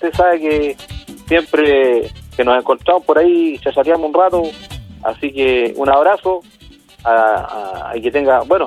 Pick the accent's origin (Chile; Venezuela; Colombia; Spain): Chile; Magallanes and Chilean Antarctica; moved away as an adult; Me crecí desde cabro chico, llegué allá a Magallanes y me vine cuando era adulto.